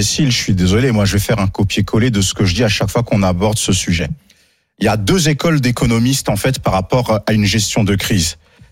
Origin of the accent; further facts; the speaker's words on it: France; On est toujours des Français bêtes.